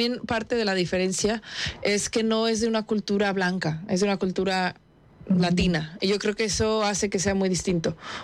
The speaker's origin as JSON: {"language": "Spanish", "town": "Monterrey", "region": "Nuevo León", "country": "Mexico", "moved": "yes", "said": "yo soy de Monterrey."}